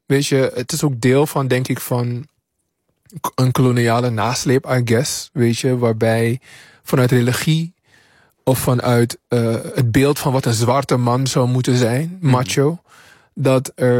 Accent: Suriname; Toen ik in Suriname opgroeide op de middelbare school, ging het vooral over zijn taal, het ging over zijn postkoloniale denken.

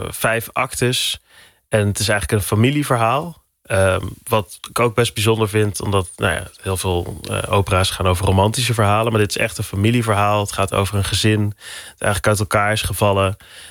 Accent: North Brabant, Netherlands; En ja, van eigenlijk al die verhalen klonken voor mij heel erg sprookjesachtig in mijn Brabantse dorp waar ik opgroeide.

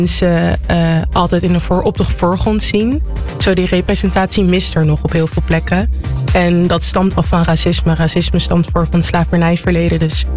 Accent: The Hague, South Holland, Netherlands; Ik ben hier geboren in Nederland, geboren en getogen Haagenees.

